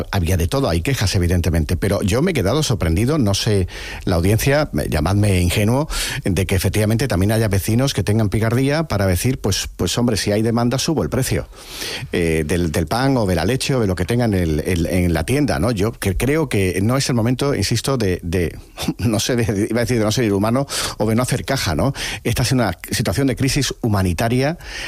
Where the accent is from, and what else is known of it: Spain